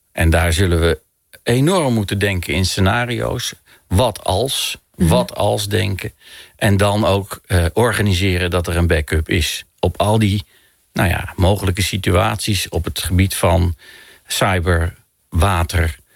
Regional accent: Rosmalen, North Brabant, Netherlands; born there

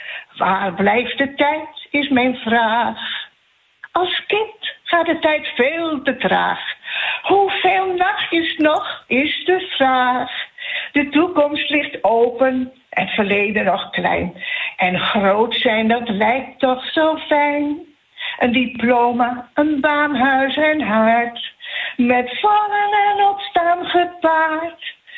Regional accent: North Holland, Netherlands; Je weet, ik kom zelf ook uit de Zaanstreek.

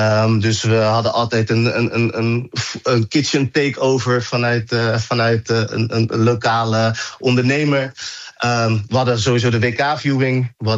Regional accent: Netherlands; born or raised there

